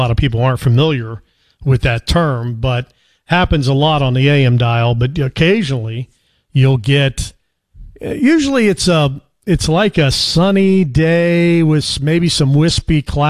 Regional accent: Parkersburg, West Virginia, United States; Like growing up in Parkersburg, it was a treat for us

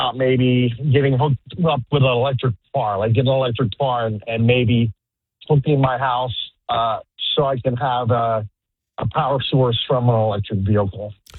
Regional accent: Vineland, New Jersey, United States; now in Tennessee, United States; I'm a transplant. I'm from New Jersey originally.

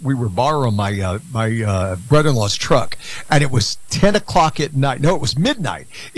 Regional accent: Alabama, United States; now in California, United States; I grew up in Alabama

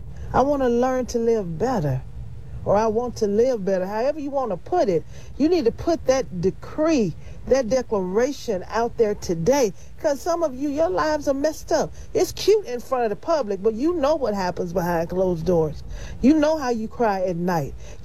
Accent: Memphis, Tennessee, United States; I'm from Memphis, home of some of the best barbecue.

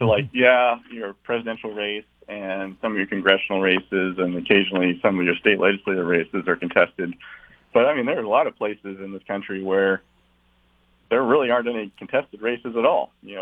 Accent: Texas, United States; But, you know, I'm from Texas.

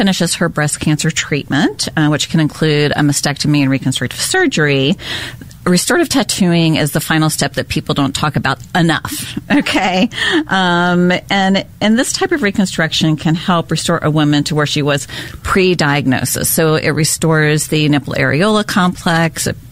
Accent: Charleston, United States; Yes, I'm from Charleston.

